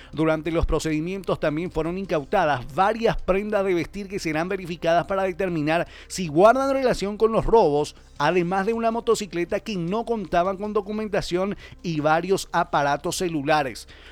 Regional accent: Pedro Juan Caballero, Amambay, Paraguay; Todos los hinchas que somos acá de Pedro Juan

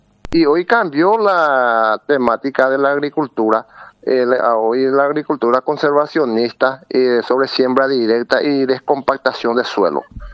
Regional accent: Loreto, Concepción, Paraguay; also born or lived in Asunción, Paraguay; now in Caaguazú, Paraguay; Yo soy oriundo de Concepción, Loreto, después vine de Asunción y de Asunción pasé acá a Caaguazú.

